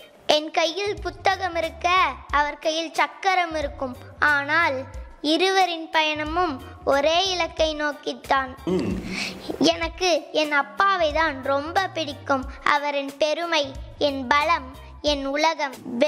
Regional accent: Sankagiri, Tamil Nadu, India; சங்ககிரியில இருந்து வரேன் சார்.

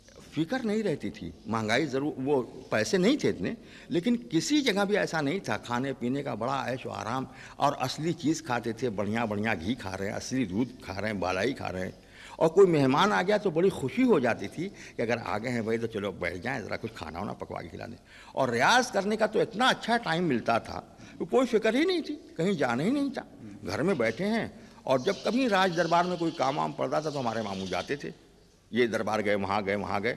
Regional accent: Varanasi, Uttar Pradesh, India; जैसे हमारी बोली है, अब हम हमारे बनारस के बोले कहा भैया कहाँ से आवत हुआ, कहाँ जात हुआ

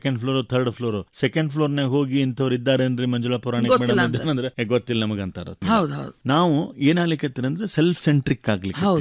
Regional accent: Hubballi, Karnataka, India; ಊರಿಗೆ ಹುಬ್ಬಳ್ಳಿಗೆ

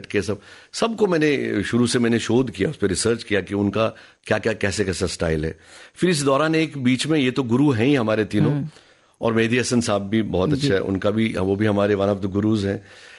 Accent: Jammu and Kashmir, India; मैं बोला कश्मीर से आया हूँ।

